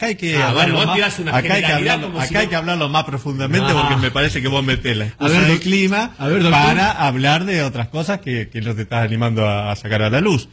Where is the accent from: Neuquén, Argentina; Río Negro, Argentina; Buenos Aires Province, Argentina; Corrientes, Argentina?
Buenos Aires Province, Argentina; General Alvear; now in Exaltación de la Cruz, Argentina; en mi pueblo donde yo soy oriundo, originario, nacido, criado y todo, destetado también... General Alvear es partido General Alvear y el pueblo General Alvear